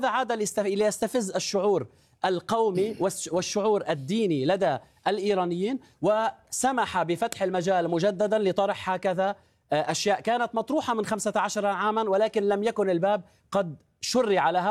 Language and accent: Arabic; Lebanon; أنا بضيعتي بكرة في 129 شهيد لبناني شيعوا.